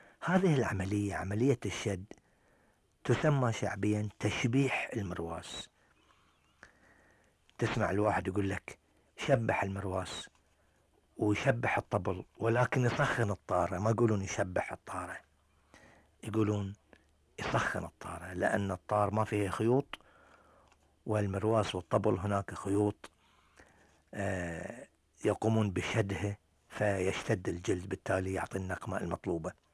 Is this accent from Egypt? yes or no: no; Bahrain; accent: Bahraini